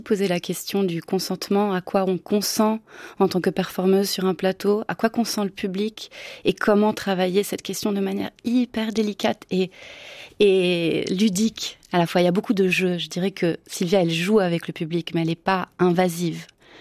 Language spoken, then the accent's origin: French; Italy; first language Italian; French is a second language; moved away; je suis italienne à mon tour